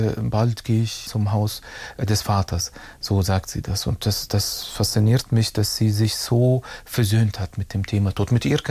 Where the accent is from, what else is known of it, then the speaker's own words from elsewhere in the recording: Germany; ich komme aus Deutschland, ich wusste auch nicht, was ich genau sage, aber meine Eltern sind Palästinenser